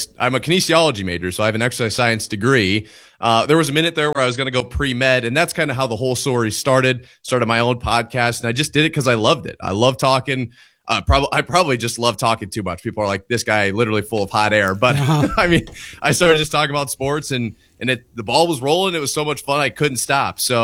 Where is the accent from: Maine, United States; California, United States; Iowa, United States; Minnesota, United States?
Iowa, United States; I'm from Eastern Iowa.